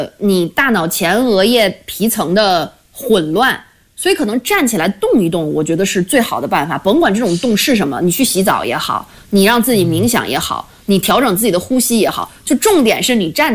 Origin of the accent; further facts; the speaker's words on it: China; 我们中国人